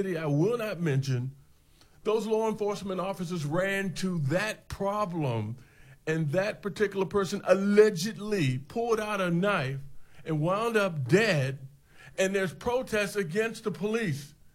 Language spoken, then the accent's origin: English; Washington, District of Columbia, United States; I grew up in Washington, D.C., like I said, and I was classified as a minority.